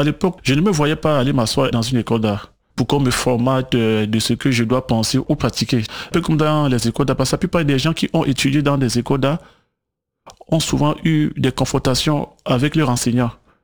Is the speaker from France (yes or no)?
no; Port-Gentil, Ogooué-Maritime, Gabon; born there; Comme vous avez dit au début, je suis né à Port-Gentil, mais de parents camerounais.